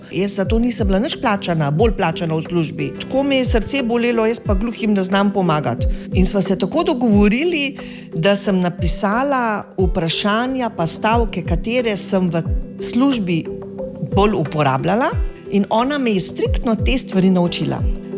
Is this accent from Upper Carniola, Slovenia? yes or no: yes; Kranj, Upper Carniola, Slovenia; jaz sem tudi Kranjčanka